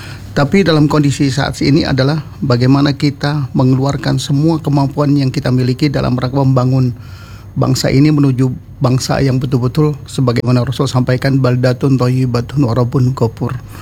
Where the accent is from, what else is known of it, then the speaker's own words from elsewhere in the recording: Jakarta, Indonesia; moved away as an adult; now in Bogor, Indonesia; saya asli Jakarta